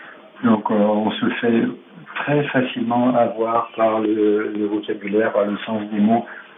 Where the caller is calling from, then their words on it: Auvergne-Rhône-Alpes, France; Voilà, donc, je suis en Savoie.